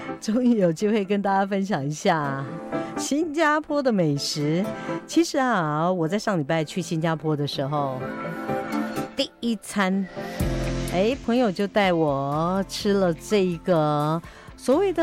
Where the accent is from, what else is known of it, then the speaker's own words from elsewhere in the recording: Taiwan; 有的人形容说有点类似台湾小吃里头我们常说的甜不辣，